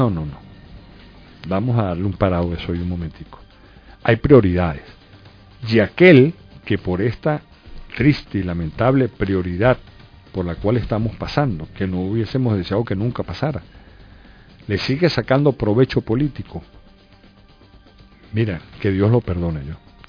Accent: Venezuela; como venezolano que soy

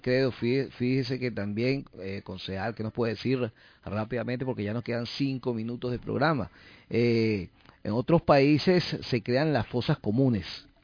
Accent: Venezuela; los venezolanos somos así, humanistas, les abrimos el corazón, el cuerpo, el alma, no somos xenofóbicos

